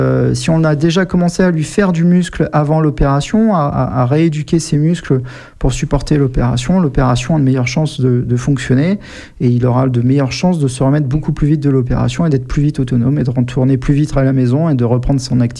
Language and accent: French; Amiens, Hauts-de-France, France; Donc moi, je suis originaire d'Amiens, donc j'avais passé le concours de première année à la fac d'Amiens.